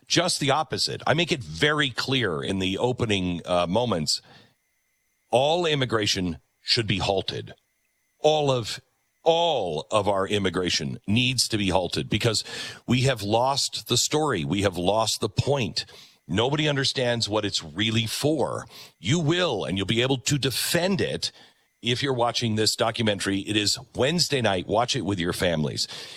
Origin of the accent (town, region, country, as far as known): Kentucky, United States